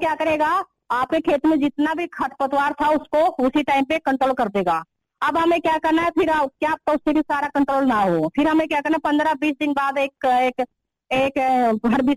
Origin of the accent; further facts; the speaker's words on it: Haryana, India; जैसे मैं हरियाणा से हूँ